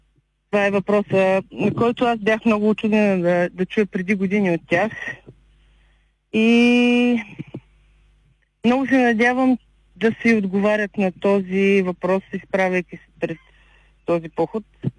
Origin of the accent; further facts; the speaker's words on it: Plovdiv, Plovdiv Province, Bulgaria; И единствените участници от Пловдив сме ние, хуманитарната гимназия и нашата група.